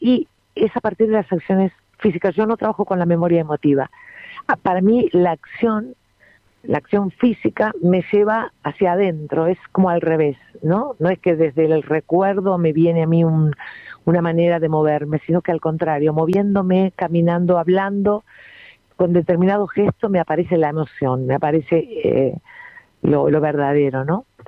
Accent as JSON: {"language": "Spanish", "town": "La Plata", "region": "Buenos Aires Province", "country": "Argentina", "tie": "born there", "said": "si bien yo soy platense, yo soy nacida en La Plata"}